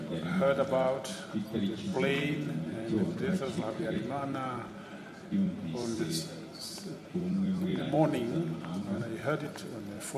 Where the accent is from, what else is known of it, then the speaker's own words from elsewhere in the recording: Rwanda; born there; I was born in Miboy, just down here in the village called Rezamenyo. That's where I'm living today